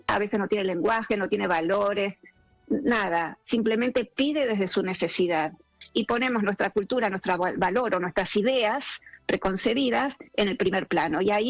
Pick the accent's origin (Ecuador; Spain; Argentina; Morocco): Argentina; yo soy argentina, vivo en Buenos Aires